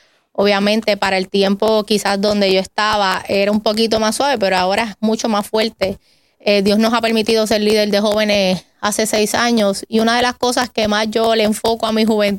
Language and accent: Spanish; Vega Alta, Puerto Rico; Pues soy del pueblo de Vega Alta, nacida y criada en el Evangelio. Mis papás Jorge y Carmen allá todavía residen en el pueblo de Vega Alta.